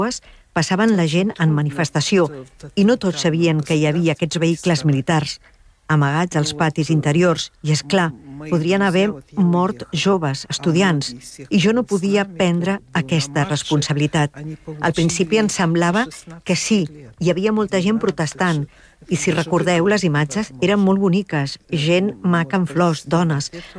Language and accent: Catalan; Belarus; moved away; Jo sóc de Bielorússia i és molt difícil protestar en un estat totalitari. Jo vaig marxar